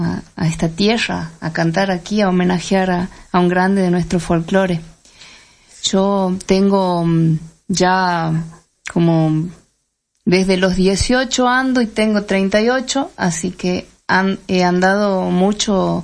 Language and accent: Spanish; Frías, Santiago del Estero, Argentina; en la ciudad de Frías, en mi ciudad natal.